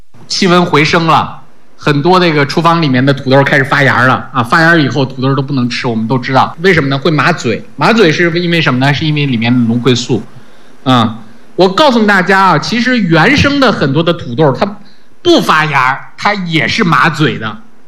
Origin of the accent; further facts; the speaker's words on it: China